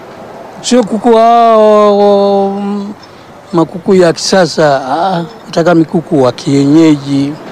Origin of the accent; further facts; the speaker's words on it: Mvumi, Dodoma, Tanzania; born there; Mimi nimezaliwa Mvumi. Sawa, so, mwaka 1948.